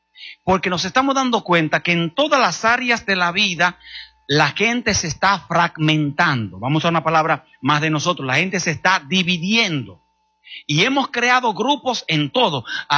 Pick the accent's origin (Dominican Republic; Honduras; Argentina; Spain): Dominican Republic; yo nací en República Dominicana, me crié en República Dominicana.